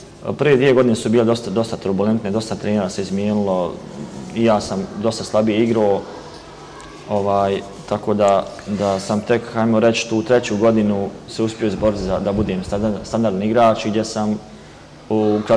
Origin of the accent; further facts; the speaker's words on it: Ričice, Federation of Bosnia and Herzegovina, Bosnia & Herzegovina; Rahmetli Dido je prešao kasnije u Ričice i ja sam dosta djetinjstva provio Ričicama, sa očeve strane